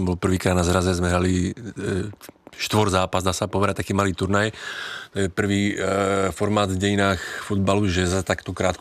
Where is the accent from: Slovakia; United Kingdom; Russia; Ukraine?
Slovakia; now in Czechia; To je pravda, jako faním samozřejmě i českému nároďáku, ale stále jsem Slovák, takže prvom radě slovenskému.